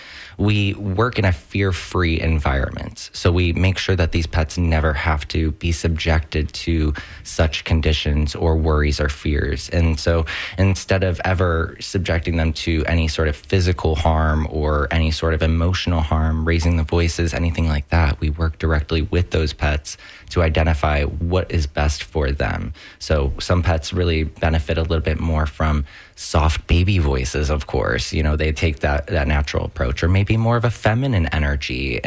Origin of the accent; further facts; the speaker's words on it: St. Petersburg, Florida, United States; now in Lutz, United States; I was raised in St. Pete, you know, and I moved back home about 2021, and I just couldn't afford to move back to St. Pete at that time.